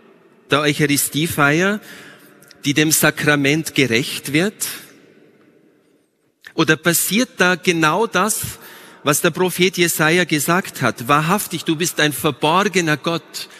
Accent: St. Stephan im Rosental, Styria, Austria; Eine Frau aus meiner Heimatgemeinde St. Stephan im Rosental in der Steiermark bittet mich regelmäßig, heilige Messen für den Frieden in der Welt zu feiern.

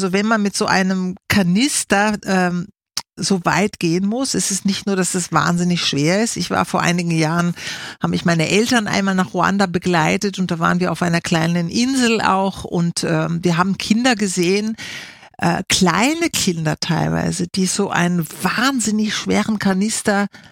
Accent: Austria; diese Dankbarkeit auch dafür, dass wir Wasser haben hier bei uns in Österreich

